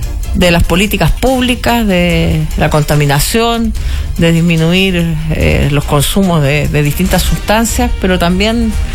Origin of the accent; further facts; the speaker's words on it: Santiago, Santiago Metropolitan Region, Chile; born there; Yo nací en Santiago.